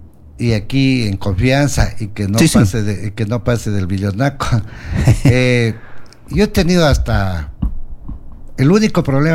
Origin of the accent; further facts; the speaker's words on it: Loja, Ecuador; yo nací aquí en Loja hace 67 años. Soy un lojano apasionado de mi tierra. Tenido oportunidades para salir varias veces a vivir en el exterior, aquí fuera de, de la ciudad, pero yo he arraigado a mi tierra